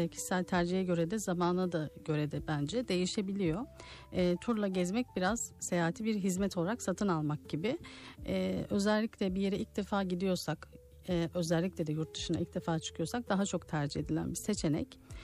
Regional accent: Erzurum, Turkey; biz Erzurum'da büyüdük ve ulaşım yani İstanbul'a gelmenin zor olduğu bir yerdi.

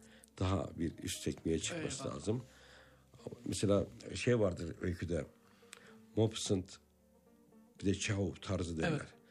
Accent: Black Sea Region, Turkey; born there

